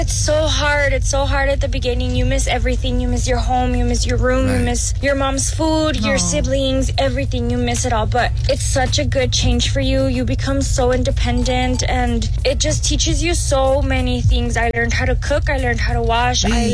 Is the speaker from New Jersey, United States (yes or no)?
no; El Paso, Texas, United States; I moved from El Paso, Texas to Alpine, Texas. I went to study at Sol Ross.